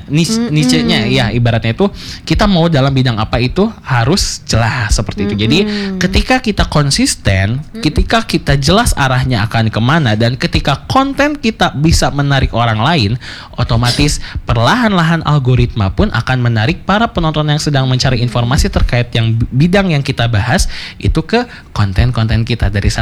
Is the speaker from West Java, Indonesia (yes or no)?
yes; West Java, Indonesia; Kita orang Sunda mungkin terkejut karena ketika berbicara bujur itu adalah bagian tubuh yang kurang pantas disebut di hadapan umum.